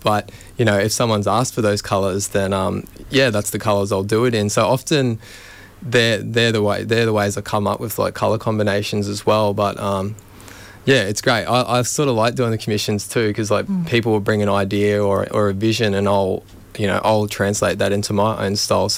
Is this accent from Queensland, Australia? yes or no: yes; Bundaberg, Queensland, Australia; moved away as an adult; also born or lived in Gympie; now in Brisbane, Australia; I was born in Gympie. I grew up in Bundaberg, but I've lived around Brizzy since I was about 18.